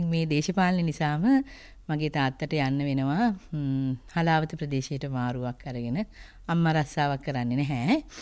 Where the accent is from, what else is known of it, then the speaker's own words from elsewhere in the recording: Rattota, Central Province, Sri Lanka; born there; මම ඇත්තටම ගත්තොත් ඉතාම දුප්පත් පවුලක දෙවෙනි දියණිය. මම උපත ලබන්නේ දැනට මම භාරව කටයුතු කරන රත්තොට ආසනයමයි.